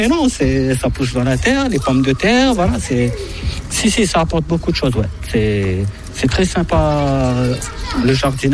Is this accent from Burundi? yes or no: no; Réunion, France; moved away; quand je suis arrivé parce que j'étais un peu chaud, je venais de la Réunion.